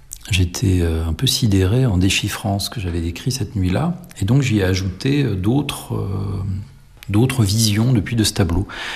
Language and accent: French; Rennes, Brittany, France; moved away; j'étais rennais, je suis né à Rennes, j'ai fait mes études là-bas à Rennes